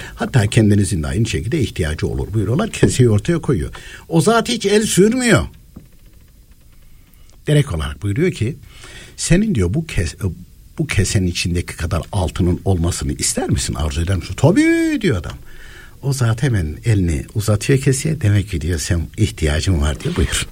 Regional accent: Anatolia, Turkey; born there; Şimdi Anadolu'da var hala öyle kuyular. Çünkü benim köyümde de vardı öyle kuyu.

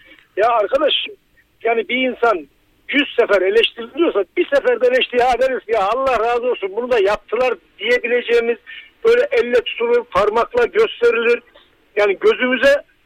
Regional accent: Ankara, Turkey; Abi şimdi bak ben Ankaralıyım.

